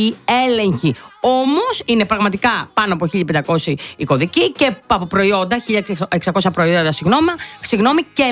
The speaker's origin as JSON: {"language": "Greek", "region": "Western Greece", "country": "Greece", "tie": "born or raised there", "said": "εμένα στο χωριό μου, επειδή πήγα, είχε πάρα πολύ κόσμο. Και όλα τα χωριά στην Ηλία."}